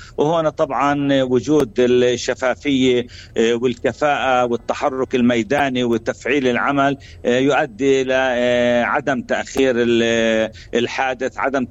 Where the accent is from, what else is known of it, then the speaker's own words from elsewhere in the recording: Palestine; احنا كفلسطينيين